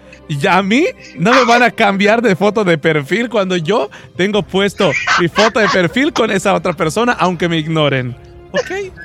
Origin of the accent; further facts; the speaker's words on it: Yucatán, Mexico; accent: Yucatecan; Yo creía que no tenía acento yuca hasta que descubrí que sí soy bien yuca.